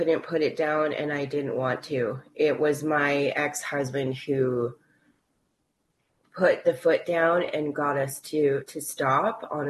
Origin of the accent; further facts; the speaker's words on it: Agassiz, British Columbia, Canada; also born or lived in Vernon; I was born into the Okanagan Indian Band up in Vernon, BC. And I was put into the foster care system as a baby. And I was adopted by … from Agassiz, from the Stateless Reservation.